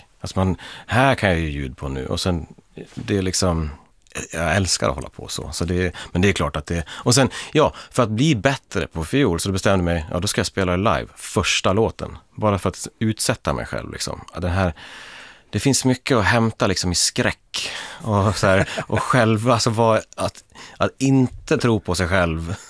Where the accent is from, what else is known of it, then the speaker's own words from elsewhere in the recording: Leksand, Dalarna County, Sweden; jag är liksom uppvuxen i liksom i Leksand, i epicentret för det där.